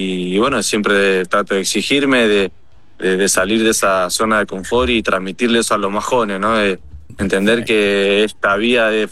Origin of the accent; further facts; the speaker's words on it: Mendoza, Argentina; Yo soy mendocino, entonces estoy cerca